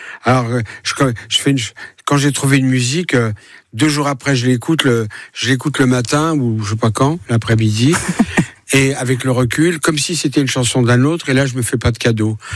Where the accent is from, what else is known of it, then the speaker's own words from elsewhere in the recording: Paris, Île-de-France, France; born there; J'ai traversé la mer dans un bateau dans le ventre de ma mère, et je suis né à Paris.